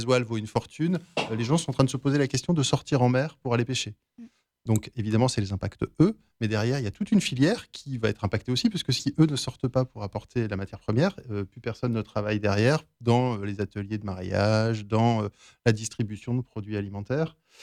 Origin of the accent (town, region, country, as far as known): Brittany, France